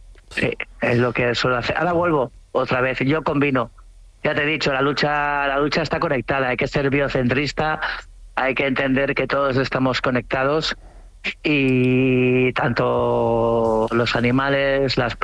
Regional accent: Cambrils, Catalonia, Spain; born there; cuando llego a casa, a mi pueblo, a Cambrils

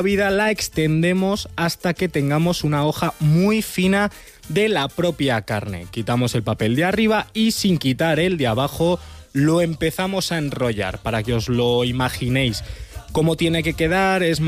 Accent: Spain; Soy español, pero tengo que...

